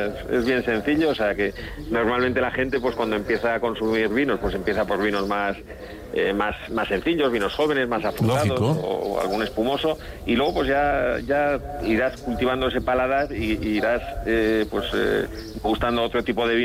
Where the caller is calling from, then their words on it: Pedrosa de Duero, Castile and León, Spain; Estamos en Pedrosa de Duero, un pequeño pueblecito aquí en la provincia de Burgos, como bien dices, limítrofe ya casi con la provincia de Valladolid. Para que la gente se haga una idea, pues entre Peñafiel y Aranda de Duero, más o menos, al lado de Roa